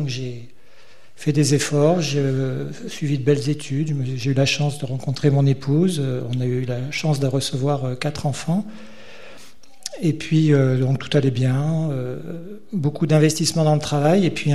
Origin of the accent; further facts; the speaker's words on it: Chambéry, Auvergne-Rhône-Alpes, France; born there; je suis né à Chambéry, dans une famille... chrétienne, pratiquante, et la foi pour moi, ça a toujours fait partie de la famille.